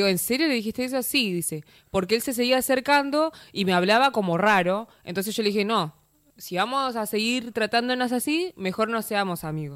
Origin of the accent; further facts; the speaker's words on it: Argentina; Somos argentinos